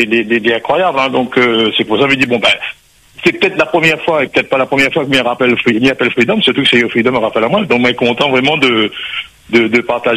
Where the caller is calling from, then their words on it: Réunion; de la Plaine des Caves.